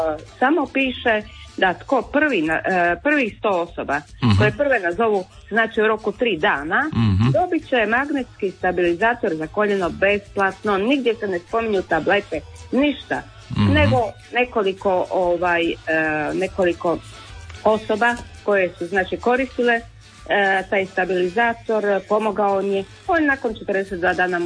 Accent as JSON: {"language": "Croatian", "region": "Chakavian-speaking coastal area", "country": "Croatia", "accent": "Chakavian", "said": "Čakavka, pa može se reći."}